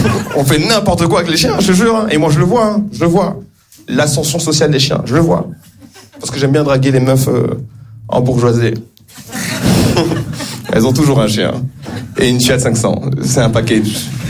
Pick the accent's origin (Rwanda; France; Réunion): Rwanda; Surtout parce que je suis un Rwandais rare, tu vois. Je suis un Rwandais qui existe.